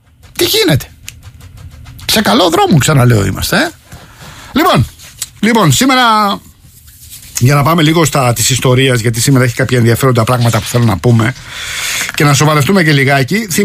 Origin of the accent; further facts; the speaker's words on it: Rafina, Attica, Greece; Εδώ στο Λεκανοπέδιο 14 ο Βενιζέλος, 19 στη Ραφίνα την πατρίδα μου.